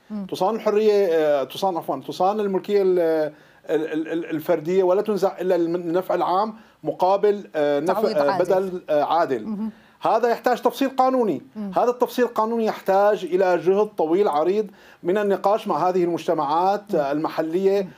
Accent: Damascus, Damascus Governorate, Syria; بقيت أنا كوني من دمشق فأذكر هؤلاء

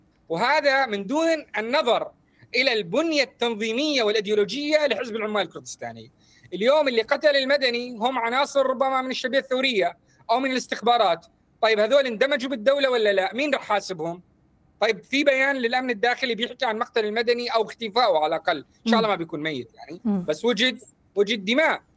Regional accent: Al-Awda, Syria; بقتل مدني أعزل في قرية العودة، وهي قريتي على فكرة.

